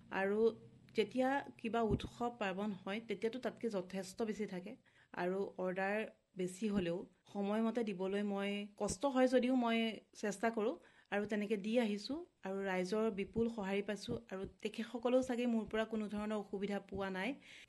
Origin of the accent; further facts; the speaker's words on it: Nanoi Teliya, Assam, India; মই নগাঁও জিলাৰ ননৈ তেলিয়া গাঁৱৰ ছোৱালী আৰু একেবাৰে ওচৰতে থকা বাদলগাঁৱৰ মই বোৱাৰী।